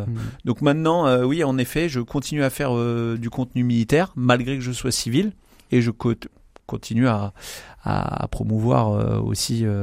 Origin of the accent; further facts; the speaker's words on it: Le Mans, Pays de la Loire, France; Oui, je suis autour du Mans. Par contre, ma mère n'a jamais déménagé des Sablons, donc je suis régulièrement encore au quartier des Sablons.